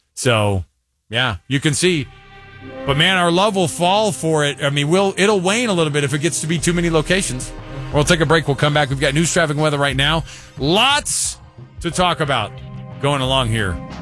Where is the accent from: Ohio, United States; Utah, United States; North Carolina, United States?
Utah, United States; And somebody's like, oh, where are you guys from? We told them, oh, we're from Utah.